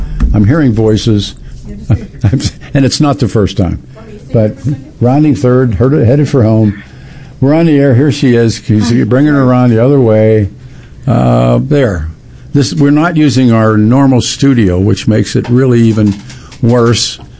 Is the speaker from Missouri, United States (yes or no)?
yes; Missouri, United States; I'm from Missouri.